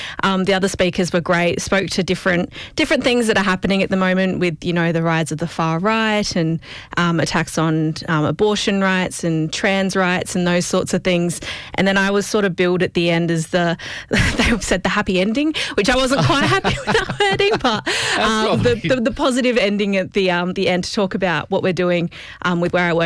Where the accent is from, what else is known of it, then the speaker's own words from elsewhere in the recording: South Australia, Australia; I've grown up and raised here on Kaurna country, gone astray.